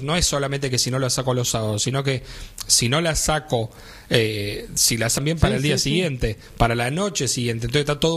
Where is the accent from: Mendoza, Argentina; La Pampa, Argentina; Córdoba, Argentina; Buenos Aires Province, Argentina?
Buenos Aires Province, Argentina; Villa Adelina; Viví toda mi vida en Villa de Lina, me crié en Villa de Lina, y vi el estancamiento y sufrí el estancamiento de Villa de Lina. Y como joven, ahora recién casado encima